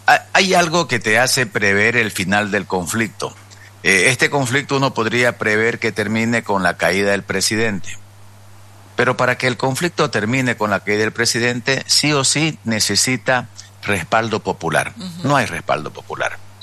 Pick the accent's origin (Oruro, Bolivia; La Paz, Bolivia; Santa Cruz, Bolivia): Santa Cruz, Bolivia